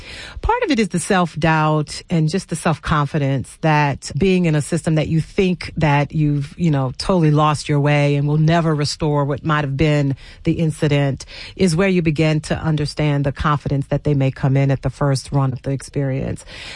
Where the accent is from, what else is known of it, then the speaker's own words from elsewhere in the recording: New Orleans, Louisiana, United States; I grew up, I'm from New Orleans originally. I didn't grow up in one of the best neighborhoods in the city.